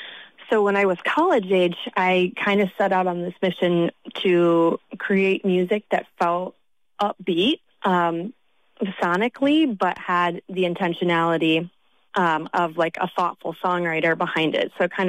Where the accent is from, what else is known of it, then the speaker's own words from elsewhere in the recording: Michigan, United States; So I grew up in Leelanau County with parents and family that really appreciate folk music, folk and roots music.